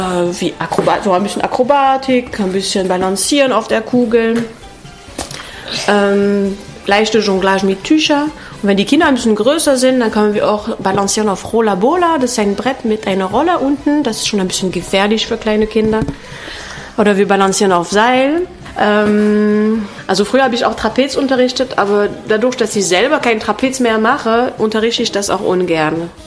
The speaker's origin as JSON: {"language": "German", "country": "France", "second_language": "German", "moved": "as an adult", "lives_now": "Dresden, Germany", "said": "Ich komme aus Frankreich und ich lebe seit 10 Jahren in Dresden"}